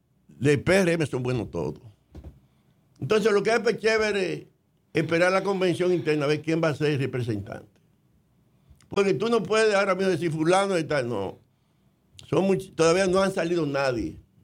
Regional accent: Dominican Republic; yo soy de República Dominicana

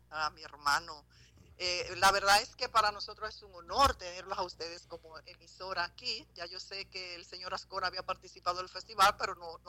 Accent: Estero Hondo, Puerto Plata, Dominican Republic; soy de aquí, soy de Estero Hondo, especialmente de Rancho Manuel. Me bañaba en las playas de la Ensenada en panty cuando yo era niña

